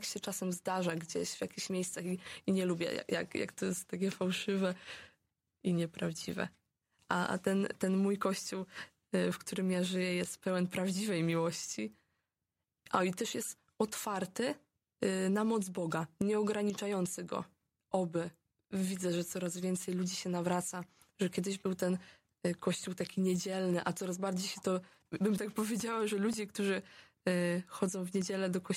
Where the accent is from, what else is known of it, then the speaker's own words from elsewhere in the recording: Andrespol, Łódź Voivodeship, Poland; Ja pochodzę spod Łodzi tak naprawdę, z Andrespola